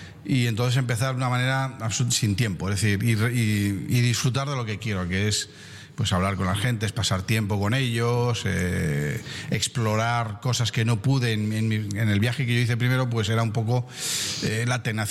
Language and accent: Spanish; Valencian Community, Spain; moved away as an adult; also born or lived in Indonesia; siendo valenciano.